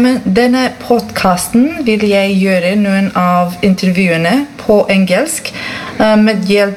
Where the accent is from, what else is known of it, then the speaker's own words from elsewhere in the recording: Romania; Norwegian is a second language; moved away as an adult; now in Norway; jeg foretrekker å snakke på engelsk, men jeg kan forstå norsk. Jeg kommer fra Romania